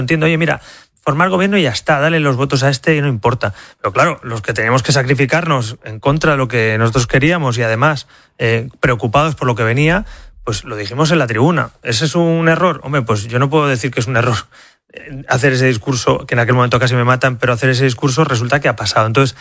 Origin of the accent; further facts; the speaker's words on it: Spain